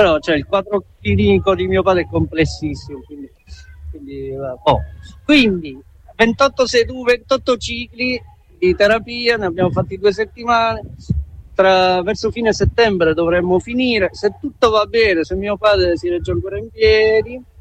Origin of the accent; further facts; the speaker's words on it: Cerignola, Apulia, Italy; Da Cerignola, dal mio paese natale. Sì, sto facendo una residenza artistica.